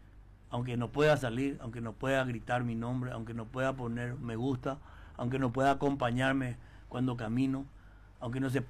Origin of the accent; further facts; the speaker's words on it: Ciudad del Este, Alto Paraná, Paraguay; antes de Colorado soy paraguayo. Y después de paraguayo soy orgullosamente esteño.